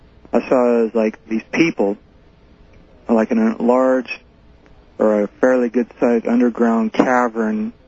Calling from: Fresno, California, United States; I'm calling from Fresno, California, and I'm on KMJ 580.

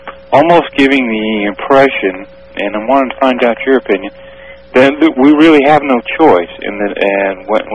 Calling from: Fort Smith, Arkansas, United States; I'm calling from Fort Smith, Arkansas.

